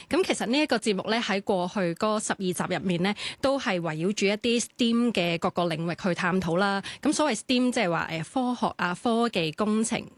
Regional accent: Hong Kong; 我哋其實香港人啦

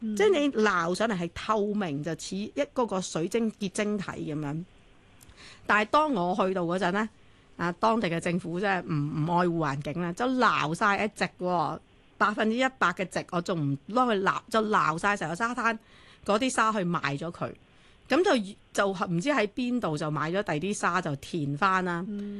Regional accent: Hong Kong; 我哋香港人好中意食嗰啲乜嘢斑咩斑嗰啲

